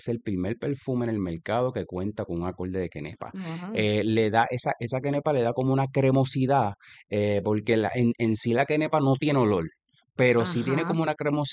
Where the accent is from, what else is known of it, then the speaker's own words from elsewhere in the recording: Ponce, Puerto Rico; yo soy de Ponce.